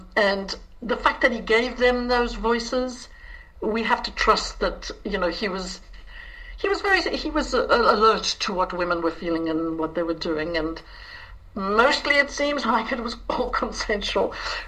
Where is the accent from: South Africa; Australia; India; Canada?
South Africa; I'm South African Irish.